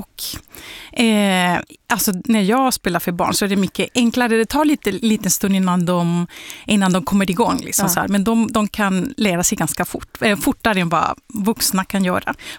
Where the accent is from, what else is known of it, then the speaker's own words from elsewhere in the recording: Cali, Valle del Cauca, Colombia; Swedish is a second language; now in Sweden; Jag kommer från Colombia, Cali, Colombia, och då växte jag upp med att lyssna mycket på salsa.